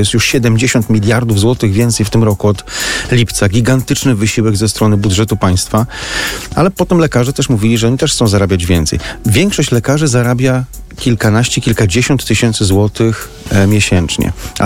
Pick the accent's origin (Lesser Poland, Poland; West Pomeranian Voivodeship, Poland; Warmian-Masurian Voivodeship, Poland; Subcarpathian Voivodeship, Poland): Warmian-Masurian Voivodeship, Poland; Ja jestem z Mazur, nigdy się tu nie leczyłem w Warszawie.